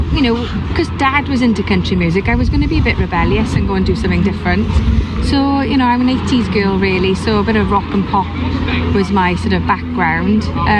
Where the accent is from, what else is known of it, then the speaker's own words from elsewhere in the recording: Wales, United Kingdom; growing up in South Wales